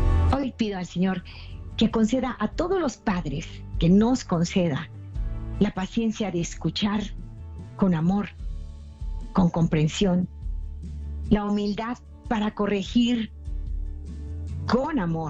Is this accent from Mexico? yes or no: yes; Mexico; en mi país, México